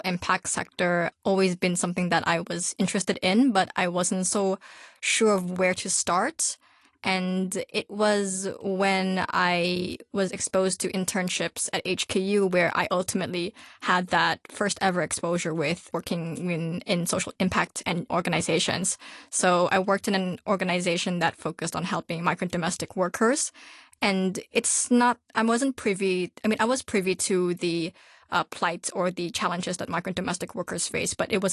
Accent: Hong Kong; as a Filipino, I do feel that in a sense, I am quite privileged in the way that I'm able to adapt to the Hong Kong culture because I was raised in it. I know Chinese and I have family living here with me. I don't depend on a work visa

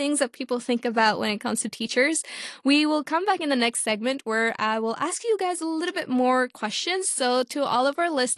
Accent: Hong Kong; growing up in Hong Kong

